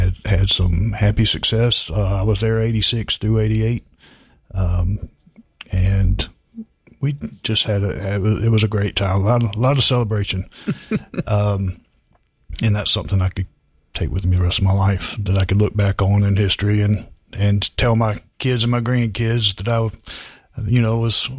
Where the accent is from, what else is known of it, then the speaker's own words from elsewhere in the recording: Augusta, Georgia, United States; I'm from Augusta originally, awesome. Born and raised. Went to Westside High School.